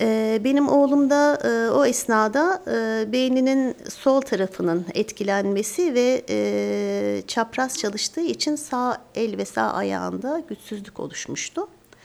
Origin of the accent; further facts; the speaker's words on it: Osmancık, Çorum, Turkey; moved away as an adult; now in Ankara, Turkey; Çorum Osmancıklıyım. İki tane evladım var. 25 yıldır Ankara'da ikamet etmekteyim.